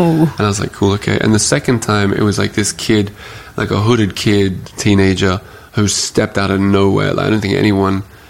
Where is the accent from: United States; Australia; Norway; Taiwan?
Australia; now in France; I'm Australian.